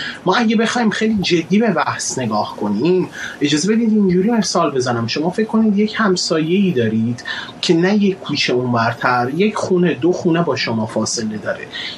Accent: Iran

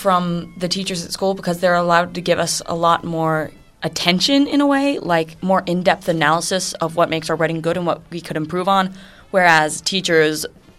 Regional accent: Pittsburgh, Pennsylvania, United States; Yeah, I'm from Pittsburgh.

